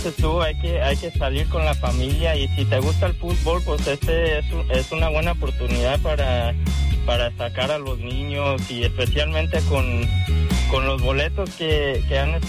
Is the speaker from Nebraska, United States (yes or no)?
yes; Omaha, Nebraska, United States; born there; moved away; Yo nací aquí en Omaha, Nebraska